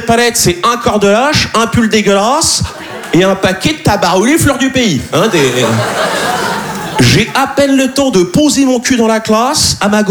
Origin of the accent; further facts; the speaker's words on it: Nouvelle-Aquitaine, France; Non, je viens de la campagne que tu sais pas placer sur une carte. Hein, moi je suis originaire de Charente.